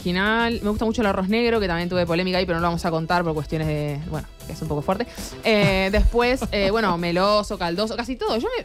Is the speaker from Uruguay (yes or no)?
yes; Uruguay; Jo soy de Uruguay, primero que nada.